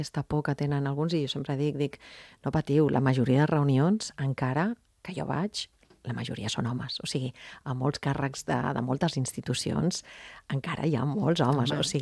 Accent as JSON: {"language": "Catalan", "town": "Barcelona", "region": "Catalonia", "country": "Spain", "said": "represento jo com a barcelonina"}